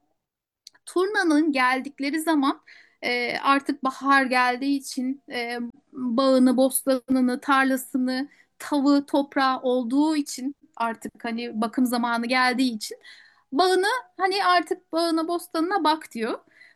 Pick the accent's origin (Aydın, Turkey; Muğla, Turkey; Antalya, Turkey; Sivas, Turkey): Muğla, Turkey; Şimdi ben Muğla'lıyım ve şu ana kadar orada turna olduğunu hiç duymadım.